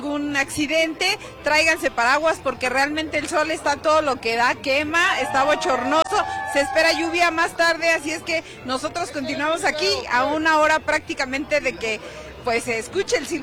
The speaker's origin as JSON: {"language": "Spanish", "country": "Mexico", "said": "y Michelle, pues así somos los mexicanos, festivos."}